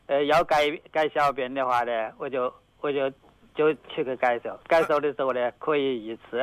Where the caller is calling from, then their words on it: Wuhan, Hubei, China; 我是海洋的。